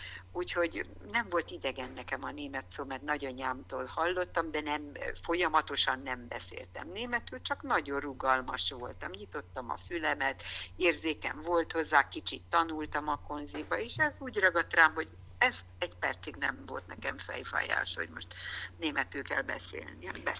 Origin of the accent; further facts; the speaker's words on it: Hungary; moved away as an adult; also born or lived in Germany; én Magyarországról jövő ember voltam